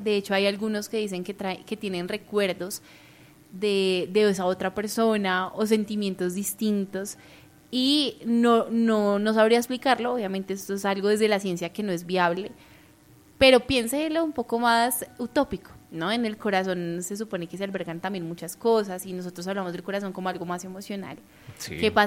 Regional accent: Colombia

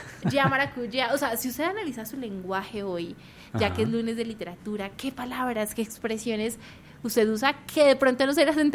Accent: Bogotá, Bogotá Capital District, Colombia; Yo soy muy rola, muy, muy rola, ya ¿sí? Ahí me van conociendo. Sí, yo digo, yo soy re rola

